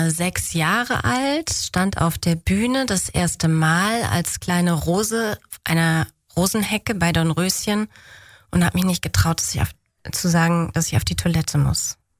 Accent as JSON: {"language": "German", "region": "Berlin", "country": "Germany", "tie": "born or raised there", "said": "Meine Kindheit."}